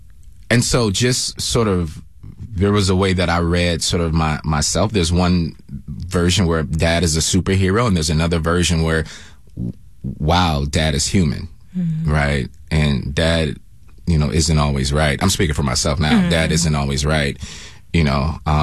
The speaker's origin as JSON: {"language": "English", "region": "England", "country": "United Kingdom", "said": "Listen, I'm an English guy."}